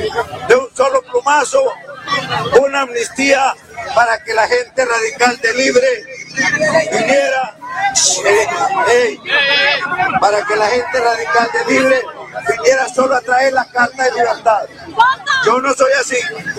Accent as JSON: {"language": "Spanish", "country": "Honduras", "said": "No he pedido privilegio, me estoy sometiendo como cualquier hondureño."}